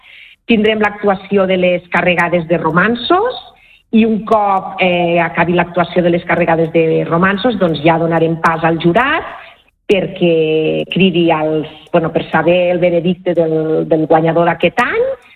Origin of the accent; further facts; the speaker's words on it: Tremp, Catalonia, Spain; born there; also born or lived in La Pobla de Segur; Sí. Jo sóc nascuda al Pallars, a Tremp.